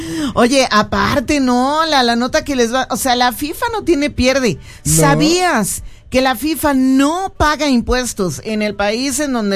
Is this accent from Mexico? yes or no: yes; Mexico